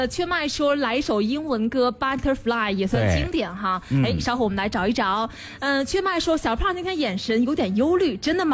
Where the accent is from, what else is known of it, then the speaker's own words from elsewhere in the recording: Linfen, Shanxi, China; 我们大临汾是山西临汾